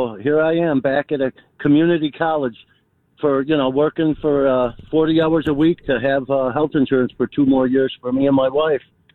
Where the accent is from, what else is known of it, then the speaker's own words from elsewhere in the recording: Chicago, Illinois, United States; We have a work ethic here growing up in Chicago. I lived on the northwest side in Portage Park